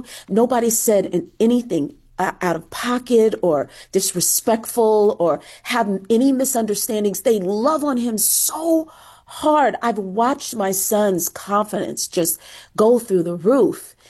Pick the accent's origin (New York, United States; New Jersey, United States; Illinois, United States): New Jersey, United States; Newark; Come on, I grew up in Newark, New Jersey. And in the 70s and 80s, you couldn't look different, okay, in order to survive it, right?